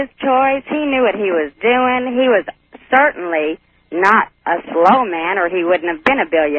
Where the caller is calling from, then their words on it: Texas, United States; I'm from Texas.